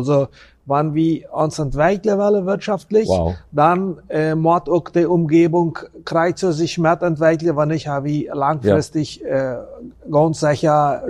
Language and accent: German; Friesland, San Pedro, Paraguay; also born or lived in Chaco; Also, ich komme ursprünglich aus Friesland.